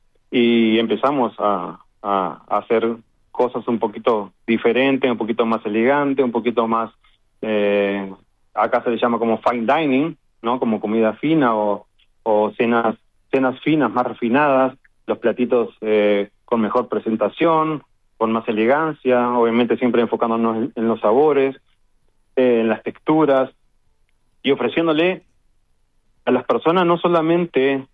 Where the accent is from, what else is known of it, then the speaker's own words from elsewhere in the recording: Uruguay; yo siempre digo, soy uruguayo, soy latino, y me siento orgulloso de haber traído este reconocimiento a Utah